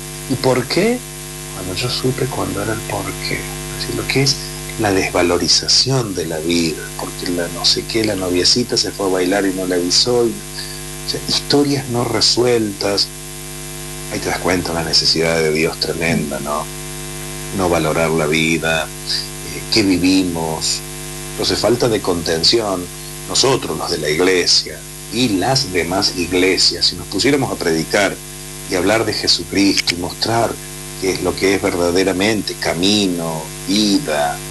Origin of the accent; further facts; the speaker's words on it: San Luis, Argentina; Yo soy de San Luis